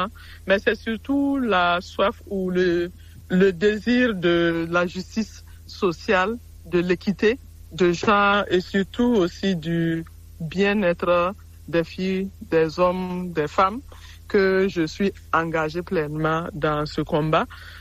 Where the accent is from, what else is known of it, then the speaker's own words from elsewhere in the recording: Burkina Faso; comme indiqué. Je suis burkinabé.